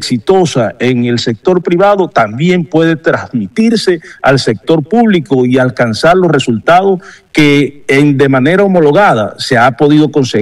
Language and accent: Spanish; Colombia; todos somos sanjuaneros, todos somos colombianos